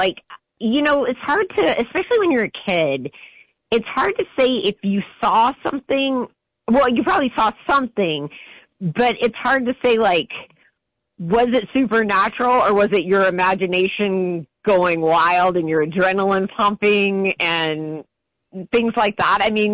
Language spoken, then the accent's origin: English; Taylor, Arkansas, United States; Okay, so I grew up in Taylor, Arkansas. It's a little town right on the border of Louisiana.